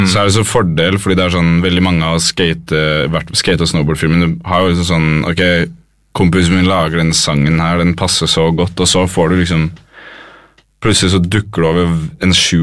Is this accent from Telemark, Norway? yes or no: yes; Skien, Telemark, Norway; Jeg er fra Skien.